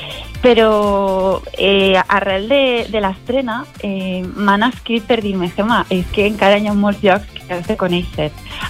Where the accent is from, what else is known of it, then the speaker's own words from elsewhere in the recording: Alcoy, Valencian Community, Spain; jo soc alcoiana